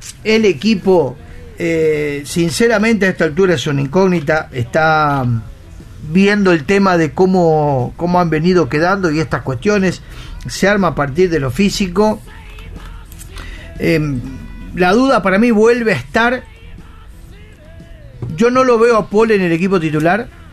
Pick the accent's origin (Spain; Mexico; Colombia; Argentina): Argentina; Ercilias; Yo soy de Ercilias, saludo grande para toda mi familia